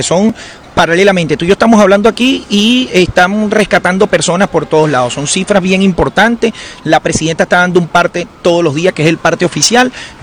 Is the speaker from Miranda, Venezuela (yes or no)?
no; La Guaira, Venezuela; born there; se lo agradezco como guaireño, nacido en esta tierra que vivió la tragedia